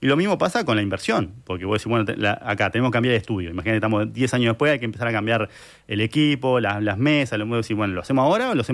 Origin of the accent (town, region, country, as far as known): Uruguay